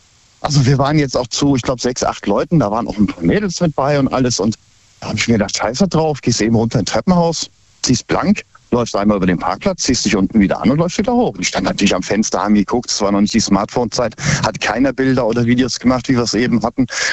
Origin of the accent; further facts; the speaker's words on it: Bergneustadt, North Rhine-Westphalia, Germany; Ich bin aus Schönenberg Neustadt, Wiedenest, in der Nähe von Gummersbach bei Köln, NRW.